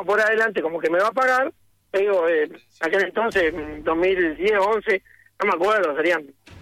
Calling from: Uruguay; yo soy un buen uruguayo

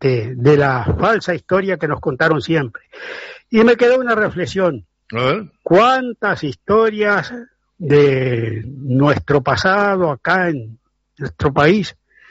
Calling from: Montevideo, Uruguay; Te hablo de Gallanes, de acá del barrio Paso de las Duranas, Montevideo.

